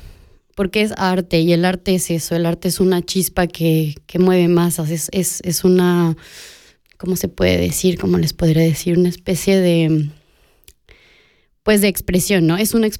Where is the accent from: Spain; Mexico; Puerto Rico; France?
Mexico; esta melancolía que tenemos como latinoamericanos y mexicanos con esta música del rock banquetera, callejera, que nos traslada a no solo a nuestras casas, a nuestra tierra